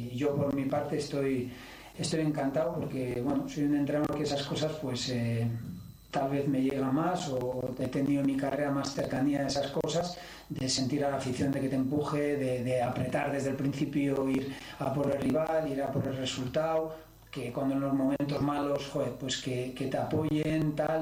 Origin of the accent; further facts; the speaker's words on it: Basque Country, Spain; moved away; por ser vasco, es un partido especial, no lo voy a negar.